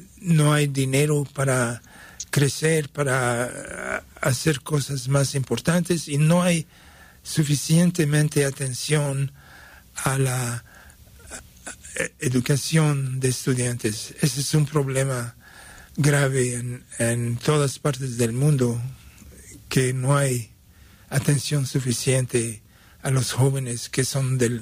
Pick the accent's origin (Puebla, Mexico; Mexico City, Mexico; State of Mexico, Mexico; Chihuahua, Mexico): Mexico City, Mexico; Yo estaba hablando con un amigo con quien crecí en México DF, y él se había mudado a París